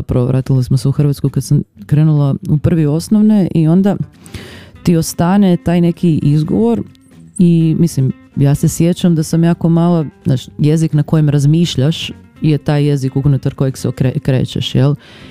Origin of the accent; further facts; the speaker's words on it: Zagreb, City of Zagreb, Croatia; ja sam odrasla u Zagrebu